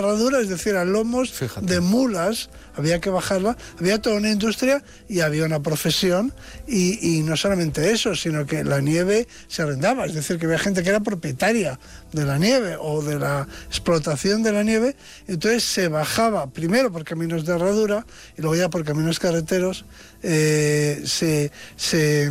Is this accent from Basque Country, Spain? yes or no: yes; Bilbao, Basque Country, Spain; born or raised there